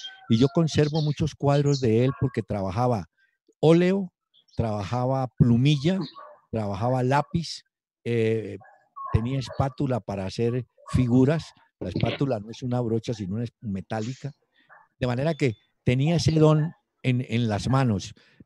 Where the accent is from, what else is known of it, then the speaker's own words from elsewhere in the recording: Cali, Valle del Cauca, Colombia; Pero realmente yo nací en Cali, pero la cercanía con el eje cafetero pues siempre me sirvió por la familia, por las costumbres, pero yo del barrio San Nicolás